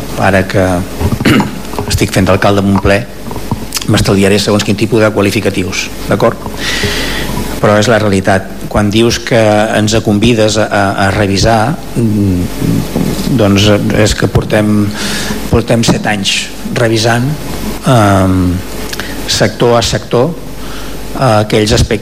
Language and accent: Catalan; Palafolls, Catalonia, Spain; Quan tots els que som de Palafolls, i els que no ho som però hem vingut, sabem que allò s'inunda amb metres d'aigua quan la Tordera baixa